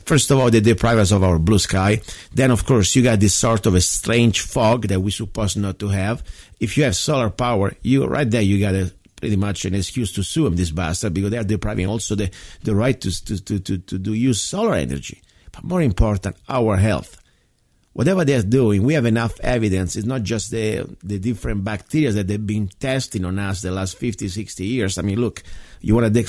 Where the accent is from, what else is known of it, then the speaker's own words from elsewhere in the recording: United States; not just the American, because I'm an American first, but also humans from around the world.